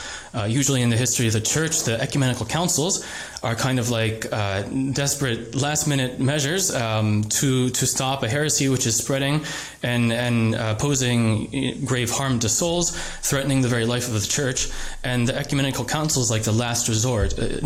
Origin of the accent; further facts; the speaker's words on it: Phoenix, Arizona, United States; I grew up in Phoenix, Arizona.